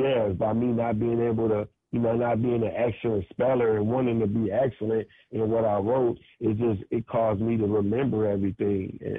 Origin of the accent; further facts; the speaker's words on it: Detroit, Michigan, United States; now in Los Angeles, United States; In Detroit, Michigan. I grew up in Detroit